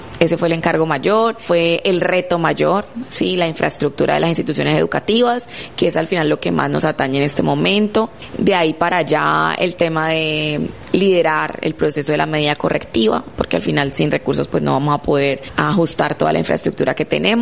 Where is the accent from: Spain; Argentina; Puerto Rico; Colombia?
Colombia; Cali, Valle del Cauca; also born or lived in Pasto, Colombia; now in Buenaventura, Colombia; yo soy nacida en Pasto, criada en Cali.